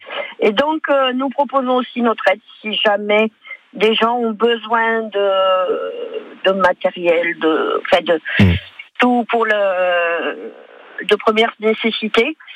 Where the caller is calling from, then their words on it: Baho, Occitanie, France; moi je suis à Bao